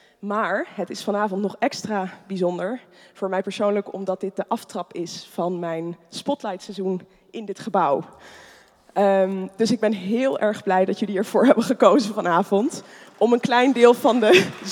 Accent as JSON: {"language": "Dutch", "town": "Amsterdam", "region": "North Holland", "country": "Netherlands", "tie": "born or raised there", "said": "mijn thuisstad en mijn geboortestad Amsterdam"}